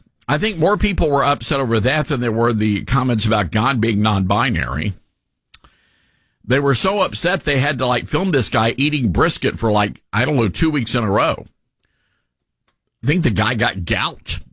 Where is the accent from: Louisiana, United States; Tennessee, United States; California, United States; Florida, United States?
Tennessee, United States; I want to turn our attention right away to the state of Tennessee, my home state.